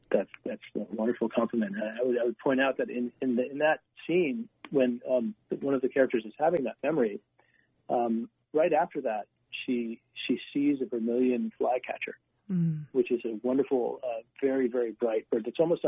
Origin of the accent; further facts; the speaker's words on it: Colorado, United States; now in Vermont, United States; I live, I'm from Colorado, but I actually live in Vermont now